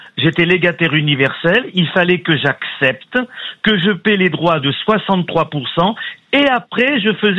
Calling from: Juan-les-Pins, Provence-Alpes-Côte d'Azur, France; je vous appelle de Jouan-les-Pins.

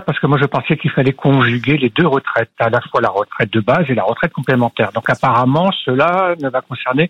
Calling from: Narbonne, Occitanie, France; J'appelle de Narbonne.

